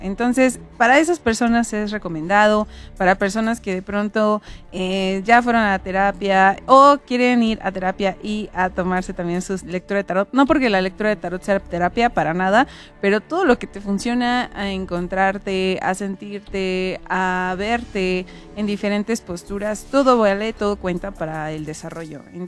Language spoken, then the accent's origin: Spanish; Puebla, Mexico; Sí, soy hija de San Manuel.